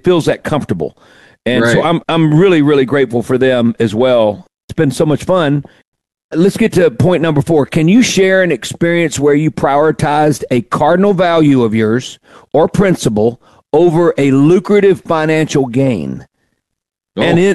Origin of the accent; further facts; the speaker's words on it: Mississippi, United States; on my soil, on my dime, on Mississippi soil, in my hometown.